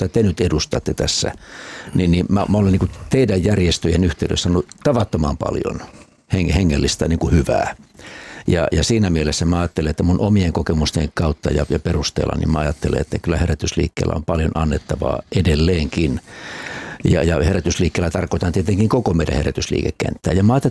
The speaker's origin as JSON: {"language": "Finnish", "region": "South Ostrobothnia", "country": "Finland", "tie": "born there", "said": "siellä mun omilla synnyin sijoilla Etelä-Pohjanmaalla, miten siellä herätysliikkeet on muokanneet sitä ihan paikallisseurakuntaelämää"}